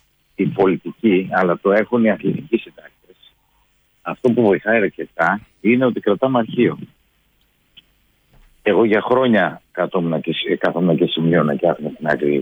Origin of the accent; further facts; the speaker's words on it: Argos, Peloponnese, Greece; moved away; η Καρδιά Αργολίδος και από εκεί κατάγομαι. Εγώ μεγάλωσα στο Άργος